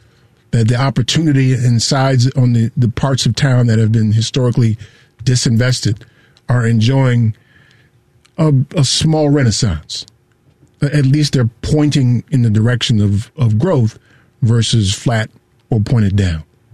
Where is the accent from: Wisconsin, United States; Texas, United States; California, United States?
Wisconsin, United States; Milwaukee; I'm from Milwaukee, and if you're from Milwaukee, I'm not interested in hiring you.